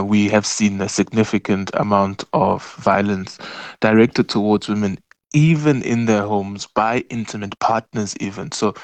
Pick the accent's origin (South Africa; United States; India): South Africa; yield the necessary results we require as South African people.